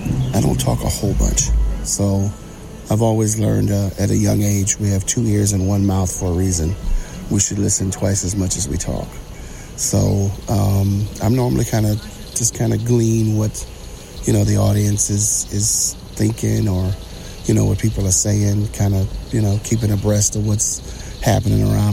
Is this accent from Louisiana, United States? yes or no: yes; Louisiana, United States; I'm actually not from the Chafalaya Basin area. I'm further north, kind of central, in the flatlands, I guess you said, the prairies. So that's where I grew up. Swallow is pretty much a farming community, a lot of wooded area